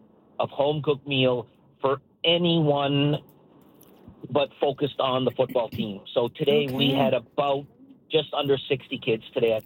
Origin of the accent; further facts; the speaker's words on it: Summerside, Prince Edward Island, Canada; I hail from Summerside, Prince Edward Island.